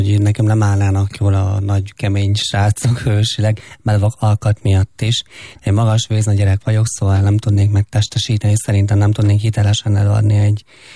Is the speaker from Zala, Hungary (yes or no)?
no; Fót, Pest, Hungary; hogy én egy fotón nőttem fel a gyermekvárosban